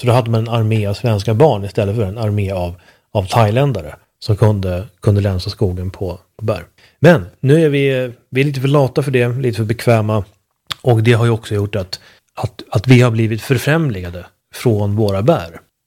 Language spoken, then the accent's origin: Swedish; Sweden; som svensk så har man ju en sorts primal koppling till de här bären från skogen.